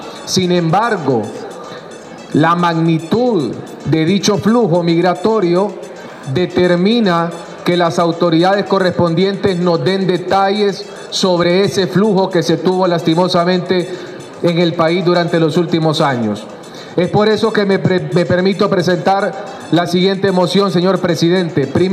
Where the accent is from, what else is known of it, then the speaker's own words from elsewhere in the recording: Honduras; nos vimos sorprendidos los hondureños